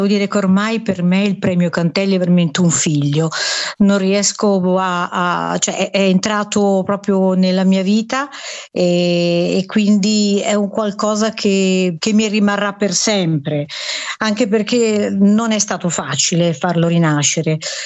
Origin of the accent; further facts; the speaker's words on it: Trentino-Alto Adige, Italy; now in Novara, Italy; sono trentina